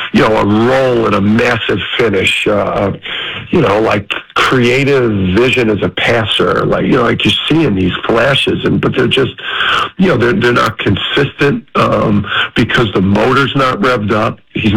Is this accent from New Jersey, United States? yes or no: yes; New Jersey, United States; I'm a hoops junkie, and I'm from Jersey.